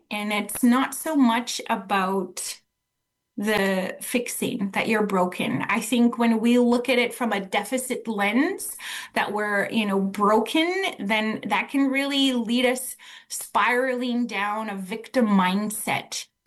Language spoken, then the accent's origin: English; Saskatchewan, Canada; I'm a Cree lady from up north. And my late dad was German, though, but I was always status and connected to Canoe Lake Cree Nation. So, and I was raised in Cree communities.